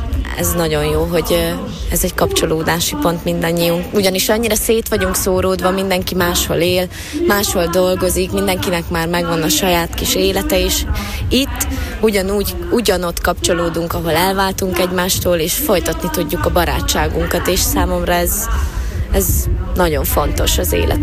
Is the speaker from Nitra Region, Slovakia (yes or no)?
yes; Želiezovce, Nitra Region, Slovakia; moved away; Én zselíziként mindig nagyon boldog vagyok, amikor hazajöhetek erre a fesztiválra